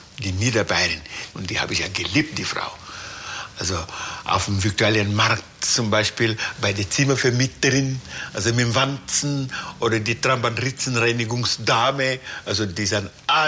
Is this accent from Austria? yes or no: no; Senegal; Da war ich ja in Afrika, da war ich noch fast ein Kind. 1970.